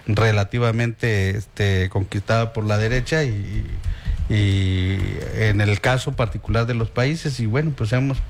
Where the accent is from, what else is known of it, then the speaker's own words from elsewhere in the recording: Zacatecas, Mexico; now in Tabasco, Mexico; Yo soy de Zacatecas. Yo soy de Zacatecas.